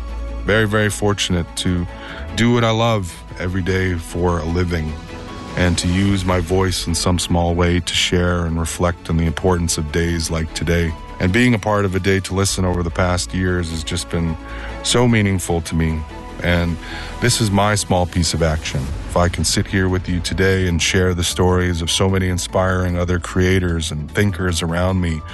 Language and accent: English; Manitoba, Canada; I come from the Peguis First Nation. I grew up in a home without running water.